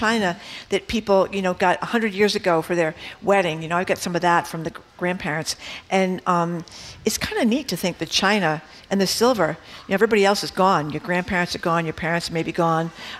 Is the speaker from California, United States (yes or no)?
no; Fall River, Massachusetts, United States; in my house at home when I was growing up in Fall River